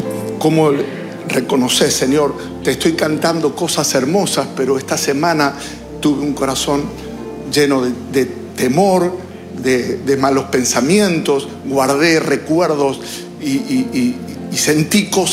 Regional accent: Argentina

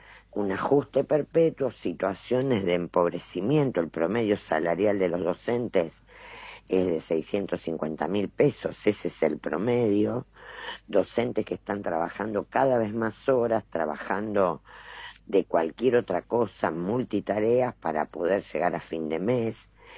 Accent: Santa Fe, Argentina; Yo soy santafesina

